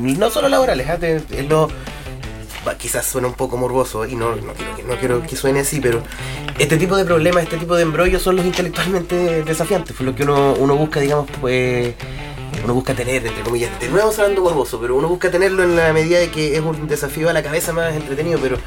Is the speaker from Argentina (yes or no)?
no; Chile; no soy el único chileno que no se sabe el propio teléfono